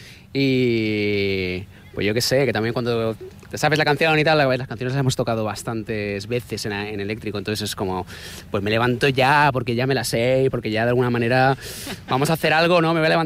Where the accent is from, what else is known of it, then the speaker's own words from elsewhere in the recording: Valencia, Valencian Community, Spain; Bueno, venimos de Valencia, la sobremesa ahí, pues después de la paella, ya sabes